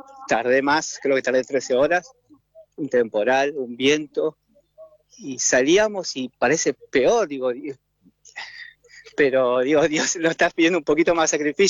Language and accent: Spanish; Pablo Nogués, Buenos Aires Province, Argentina; En Nogués, sí, hincha de San Miguel, pero soy de Nogués.